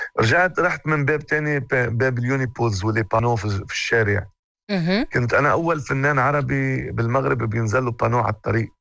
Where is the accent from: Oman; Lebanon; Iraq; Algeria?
Lebanon; هو للصراحة يعني من تاريخ ما أنا ظهرت من لبنان، ولبنان يعني من حرب لحرب